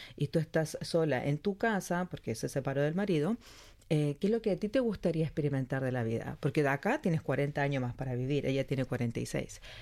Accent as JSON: {"language": "Spanish", "country": "Chile", "said": "Entonces ya el español es muy diferente. Yo soy chilena. Por tanto, ya tenía que empezar a hablar un español más neutro."}